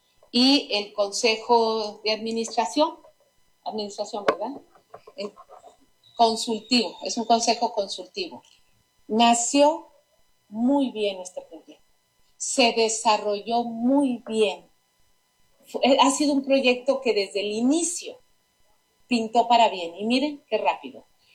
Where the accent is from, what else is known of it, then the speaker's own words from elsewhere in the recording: Veracruz, Mexico; todos somos aquí jarochos